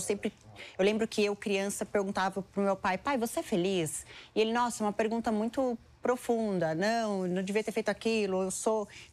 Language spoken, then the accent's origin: Portuguese; São Paulo, Brazil; born there